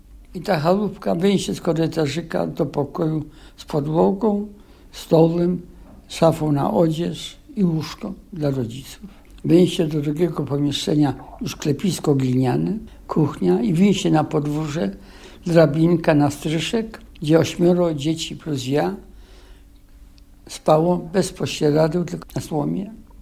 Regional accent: Łódź, Łódź Voivodeship, Poland; Urodziłem się na Solnie 12 i żyłem potem, jak ojciec zmarł, jak ja miałem 1,5 roku, w czerwcu 1927 roku.

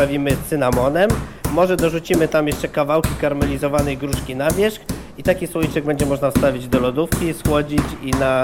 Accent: Brzeziny, Łódź Voivodeship, Poland; Brzeziny to są moje rodzinne strony

